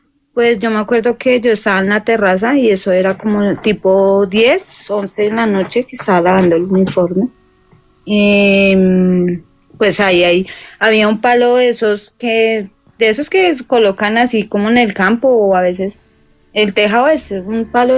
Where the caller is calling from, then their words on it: Bogotá, Colombia; Pues ahí en Suba, yo vivo en Suba prácticamente.